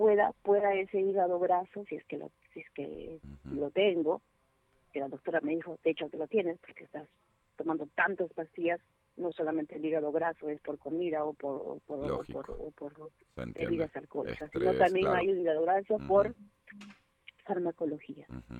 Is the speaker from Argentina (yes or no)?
no; Peru; Hemos recibido comentarios xenófobos, que somos peruanos.